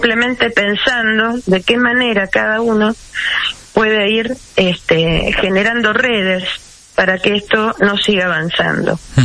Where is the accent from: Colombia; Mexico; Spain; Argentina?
Argentina